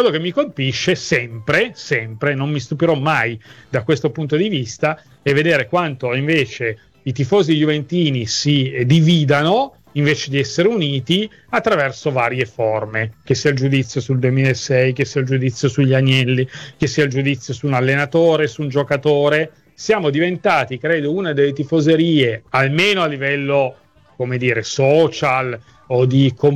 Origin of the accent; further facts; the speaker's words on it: Turin, Piedmont, Italy; io ero bambino, andavo a scuola a Torino